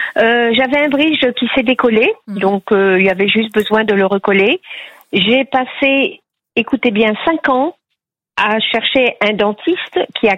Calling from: Bressuire, Nouvelle-Aquitaine, France; De Bressuire, le nord des Deux-Sèvres.

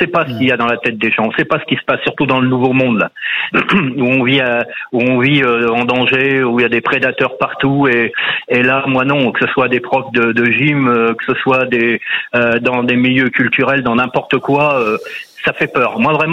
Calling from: Pays de la Loire, France; tout près de chez moi, à Saint-Nazaire

